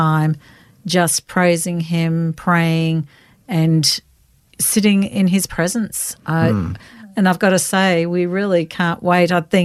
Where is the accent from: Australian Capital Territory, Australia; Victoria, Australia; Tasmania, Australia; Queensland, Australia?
Victoria, Australia; Melbourne; I was born in Melbourne. In Blackburn, actually. That's where I've lived.